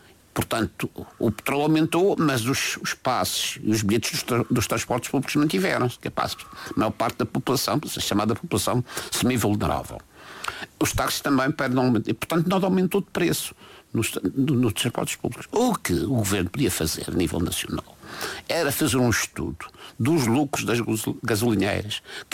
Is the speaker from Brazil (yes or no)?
no; Portugal